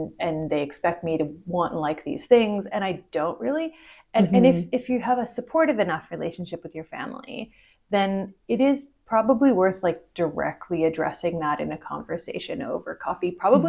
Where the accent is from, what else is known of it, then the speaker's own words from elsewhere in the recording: Ottawa, Ontario, Canada; My hometown is Ottawa, which is not, it's not Toronto, but it's still pretty big.